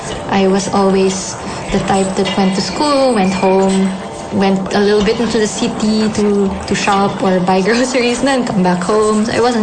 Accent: Philippines; moved away; because as Filipino, we are treated differently than Ecuadorians or Bolivians or Mexicans.

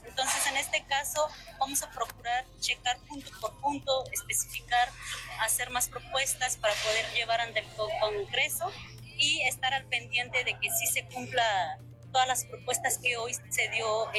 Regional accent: Constancia del Rosario, Oaxaca, Mexico; provengo de la comunidad de Santa Cruz, Río Venado, Constancia del Rosario, perteneciente a la zona Triqui. Yo también soy hablante Triqui.

